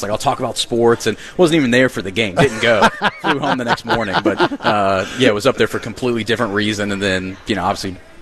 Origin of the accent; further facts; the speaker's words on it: Franklin, Tennessee, United States; I'm from Franklin, Tennessee.